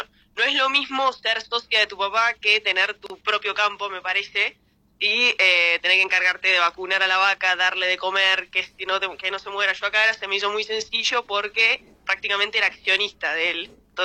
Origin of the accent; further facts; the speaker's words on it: Tandil, Buenos Aires Province, Argentina; moved away as an adult; now in Buenos Aires, Argentina; En realidad soy de Tandil. Arranqué el primer año, los arranqué allá en la facultad de la UNICEN